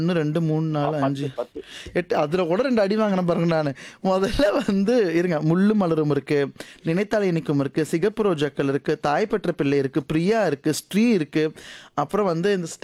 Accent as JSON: {"language": "Tamil", "town": "Tambaram", "region": "Tamil Nadu", "country": "India", "said": "தாம்பரம் தான் நான்."}